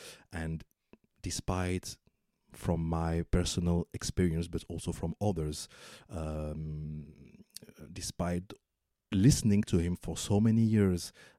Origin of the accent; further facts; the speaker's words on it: Morocco; I grew up in Morocco